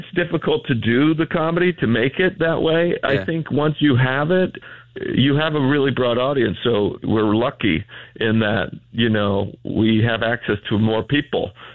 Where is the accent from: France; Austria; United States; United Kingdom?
United States; Idaho; I grew up in a tiny little town in Idaho, a little farming town, a potato farming town in southeast Idaho, about 1,000 people.